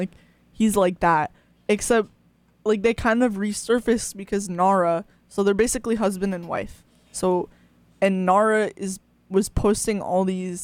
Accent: United States; I'm an American.

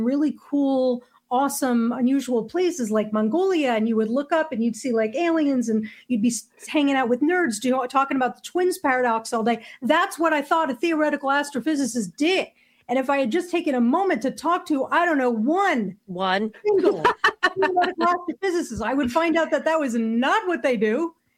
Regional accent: United States; moved away as an adult; I come from New Jersey, New York.

